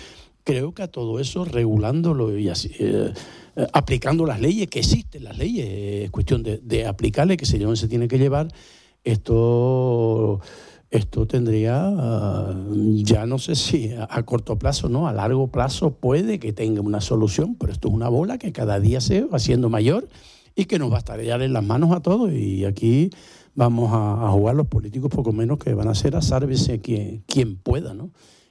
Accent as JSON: {"language": "Spanish", "country": "Spain", "said": "como español de pleno derecho"}